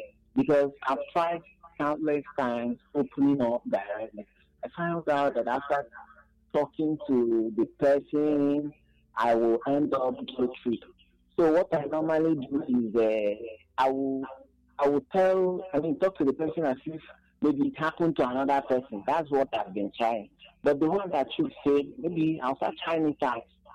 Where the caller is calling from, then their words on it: Isoko, Delta, Nigeria; I'm calling from Isoko, Mani, and a local community.